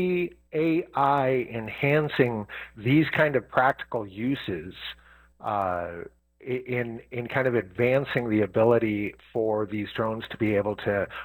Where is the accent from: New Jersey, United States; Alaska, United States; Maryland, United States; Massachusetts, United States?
Alaska, United States; I'm originally from Alaska, and we have just huge forest fires sometimes.